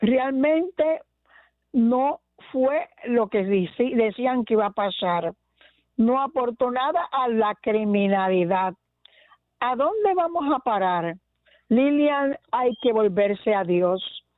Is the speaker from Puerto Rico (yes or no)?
yes; Puerto Rico; la esencia de nosotros como puertorriqueños